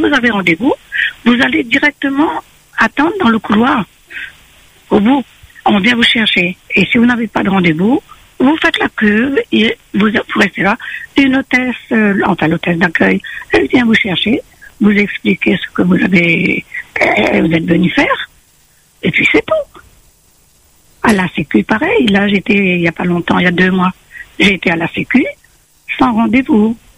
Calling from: Nantes, Pays de la Loire, France; Je vous appelle de Nantes.

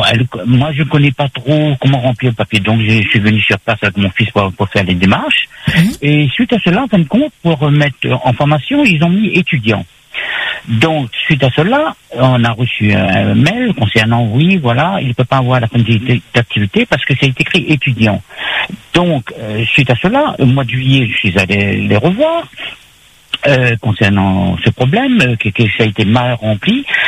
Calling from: Saint-Benoît, Réunion; moi, j'habite sur Saint-Benoît.

